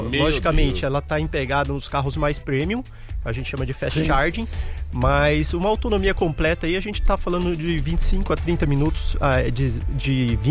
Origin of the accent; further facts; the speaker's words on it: São Paulo, Brazil; eu sou do interior de São Paulo também